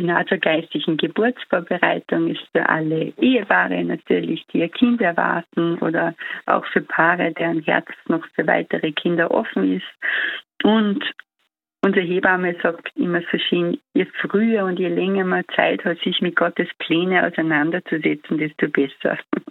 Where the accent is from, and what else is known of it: Salzburg, Austria